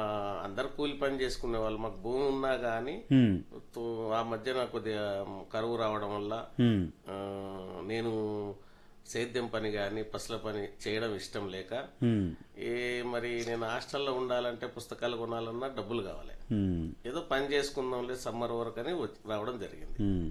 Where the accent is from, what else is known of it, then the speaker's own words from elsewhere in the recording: Gandravupalli, Telangana, India; మా ఊరు వచ్చేసి గ్రామం గండ్రవుపల్లి